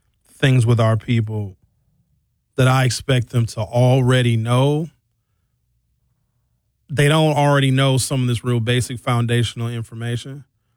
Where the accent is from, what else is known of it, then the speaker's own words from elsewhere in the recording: Brown Deer, Wisconsin, United States; I grew up in Brown Deer.